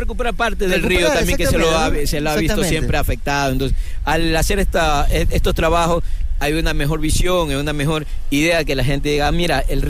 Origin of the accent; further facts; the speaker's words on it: Ecuador; nosotros como ecuatorianos